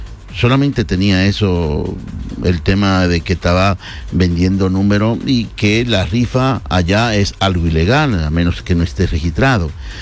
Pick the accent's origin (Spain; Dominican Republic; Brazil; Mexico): Dominican Republic; moved away as an adult; also born or lived in Santo Domingo; Primero soy dominicano.